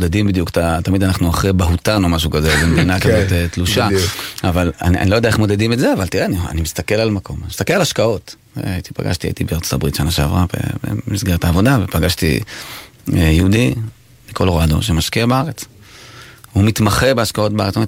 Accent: Tel Aviv, Tel Aviv District, Israel; born there; moved away; also born or lived in Samaria / Hebron Hills; אני גדלתי ברמת אביב. נולדתי ברמת אביב, אבא שלי היה איש צבא, אדם לא דתי דרך אגב. משם עברנו לשומרון, וזה הלך והידרדר, הגעתי להר חברון בסופו של דבר.

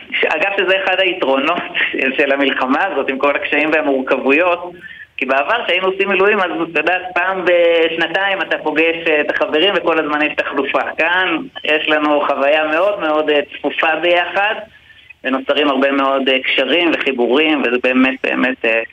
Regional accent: Kiryat Shmona, Northern District, Israel; אני נולדתי בקריית שמונה, בצל הקטיושות, זאת הייתה הילדות שלי

